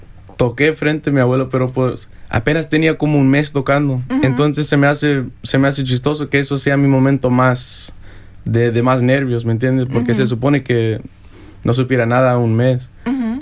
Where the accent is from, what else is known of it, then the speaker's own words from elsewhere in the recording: Toledo, Ohio, United States; also born or lived in Rio Grande Valley, Texas; uno viene desde el Valle de Texas. Ahí nací, pero crecí en Toledo.